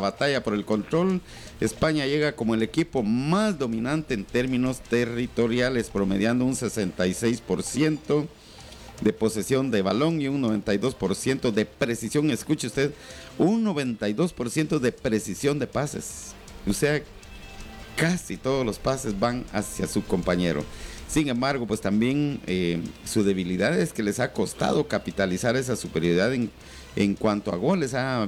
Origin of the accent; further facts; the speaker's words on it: Guatemala; Lamentablemente se nos vedó esa oportunidad como aficionados, como guatemaltecos.